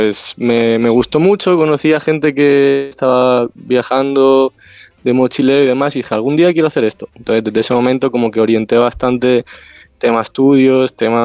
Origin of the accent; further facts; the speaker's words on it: Terrassa, Catalonia, Spain; Yo soy de Tarrasa